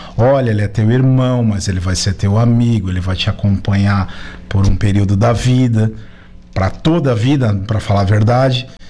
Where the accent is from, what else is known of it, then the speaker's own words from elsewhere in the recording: Araranguá, Santa Catarina, Brazil; born there; also born or lived in Criciúma / Capão da Canoa; Não, nasci de manhã, de tarde estava em casa. Foi só local de nascimento, eu sempre morei aqui. Morei assim, eu morei um período da minha vida aqui. Ali até os 5, 6 anos, o meu pai foi para o Rio Grande do Sul, montou comércio.